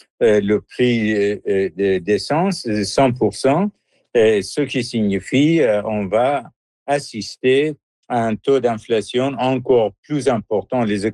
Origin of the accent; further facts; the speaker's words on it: Iran; moved away as an adult; now in Canada; Quand, avec ma femme, nous avons quitté l'Iran pour le Canada de venir étudier ici en 78, on payait 6,7 tout le monde, la devise iranienne, pour un dollar américain.